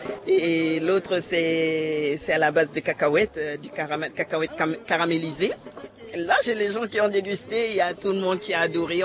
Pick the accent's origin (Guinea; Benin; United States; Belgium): Guinea; now in France; De la Guinée. Guinée qu'on a crié, les gens le disent, bien sûr.